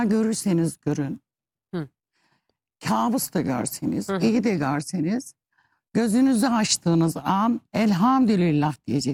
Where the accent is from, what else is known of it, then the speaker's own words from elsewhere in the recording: Şanlıurfa, Turkey; ben Şanlıurfalı olarak